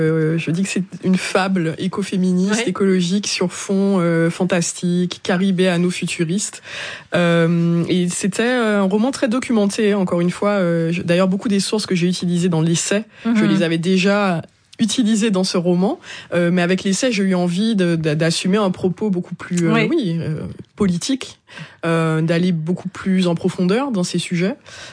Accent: Martinique; moved away as an adult; Non, moi je suis née en Martinique, j'ai grandi en Martinique

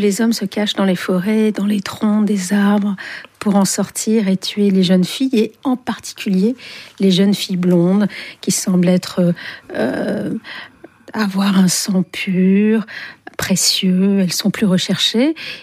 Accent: Algiers, Algiers Province, Algeria; j'ai grandi à Alger, qui était un pays très viril, masculin

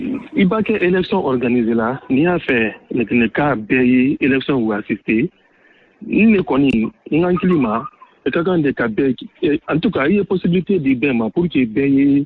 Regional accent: Guinea; parce que nous sommes des Guinéens, les Guinéens

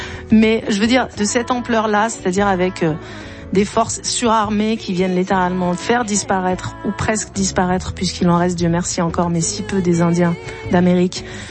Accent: Algeria; C'est-à-dire qu'en tant qu'Algérienne, je suis sensible aussi à ces questions.

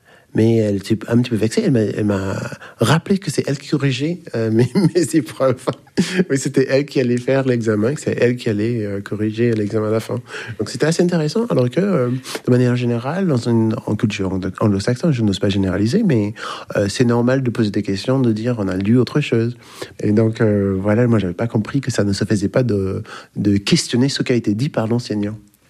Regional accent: St. Vincent & Grenadines; also born or lived in Trinidad and Tobago; now in France; Je suis originaire des Antilles anglophones, c'est-à-dire Saint-Vincent et Trinidad et Tobago. Donc moi, je venais d'arriver en France dans un cours de master en syntaxe.

